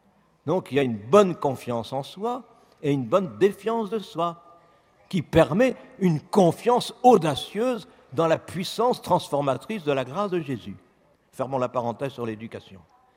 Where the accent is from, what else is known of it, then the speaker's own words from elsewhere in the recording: Cambrai, Hauts-de-France, France; born there; Je suis né, j'habite à Cambrai, célèbre pour ses bêtises